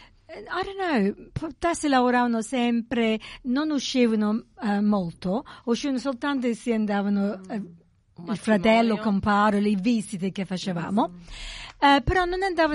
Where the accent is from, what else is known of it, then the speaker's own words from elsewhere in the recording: Australia; non mi piaceva essere italiana at all, ok? Però come Angela, io era naturalized Australian, so in my head sono australiana, non sono italiana, what am I really, you know?